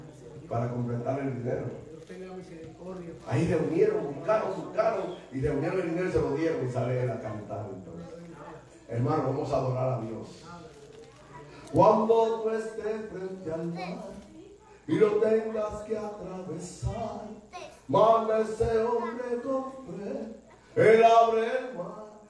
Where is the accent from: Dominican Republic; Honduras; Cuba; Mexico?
Dominican Republic; Nosotros los dominicanos